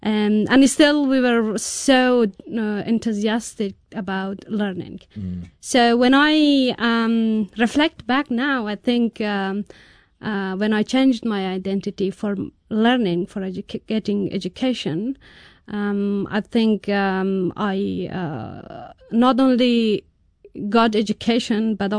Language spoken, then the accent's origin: English; Bamyan, Afghanistan; I grew up in the Taliban first role in a very rural area in Bamiyan province. I'm coming from Hazara community.